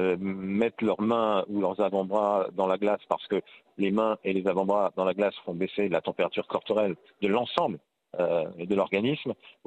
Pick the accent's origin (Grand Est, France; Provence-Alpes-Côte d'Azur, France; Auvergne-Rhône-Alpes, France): Grand Est, France; now in Paris, France; même si je suis un Parisien originaire d'Alsace.